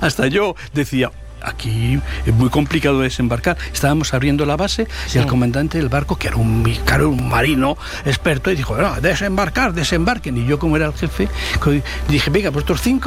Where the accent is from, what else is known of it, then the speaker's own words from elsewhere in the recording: Madrid, Community of Madrid, Spain; Y yo dije, yo como soy de Madrid